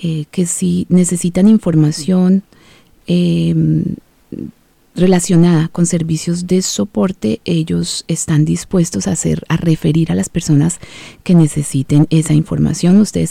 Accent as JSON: {"language": "Spanish", "country": "Colombia", "moved": "yes", "lives_now": "Australia", "said": "como colombianos, como compatriotas, estar lejos de casa"}